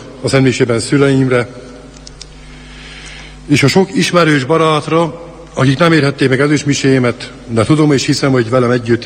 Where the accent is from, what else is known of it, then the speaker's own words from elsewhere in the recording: Miercurea Ciuc, Harghita, Romania; Így gyermekeskedtem Csíkszeredában, a falázban nőttem fel, ahogy mi neveztük.